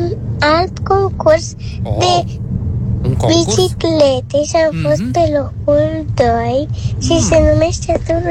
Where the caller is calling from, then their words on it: Constanța, Constanța County, Romania; din Constanța.